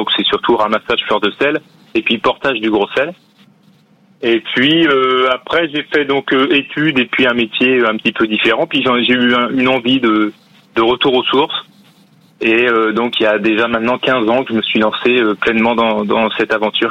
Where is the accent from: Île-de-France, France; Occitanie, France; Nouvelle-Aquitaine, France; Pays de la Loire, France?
Pays de la Loire, France; Batz-sur-Mer; Je suis issu de Bas-sur-Mer. Donc, Bas-sur-Mer, Guérande, ça fait partie donc des deux grandes communes de production de sel.